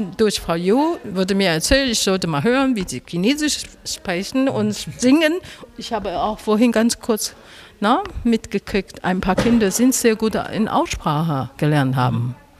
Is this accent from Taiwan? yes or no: yes; Taipei, Taiwan; German is a second language; now in Germany; Ich komme persönlich aus Taiwan, Taipei. Aber ich bin seit langer in Deutschland.